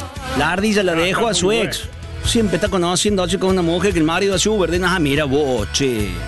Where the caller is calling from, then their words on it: General Rodríguez, Buenos Aires Province, Argentina; de General Rodríguez, Buenos Aires.